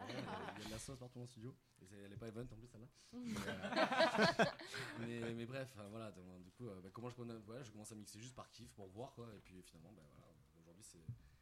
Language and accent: French; Perpignan, Occitanie, France; moved away as an adult; now in Toulouse, France; je suis de Perpignan à l'origine, je suis à Toulouse il y a à peu près 10 ans.